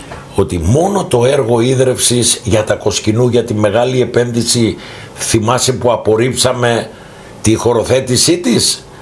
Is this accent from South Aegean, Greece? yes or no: yes; Rhodes, South Aegean, Greece; Εγώ πρώτα είμαι Ροδίτης.